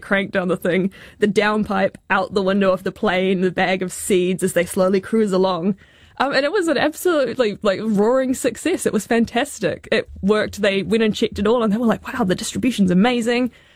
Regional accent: New Zealand

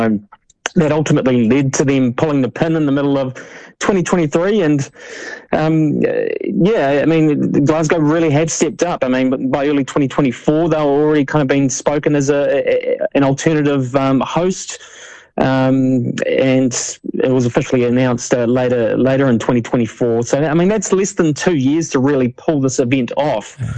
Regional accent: New Zealand; as a Kiwi, you always get a little bit giddy when the New Zealand team walk out in the arena

